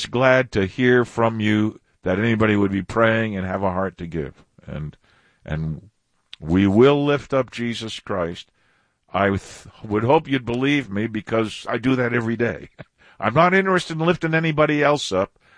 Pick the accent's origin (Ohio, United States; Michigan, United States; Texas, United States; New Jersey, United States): Michigan, United States; Detroit; born or raised there; moved away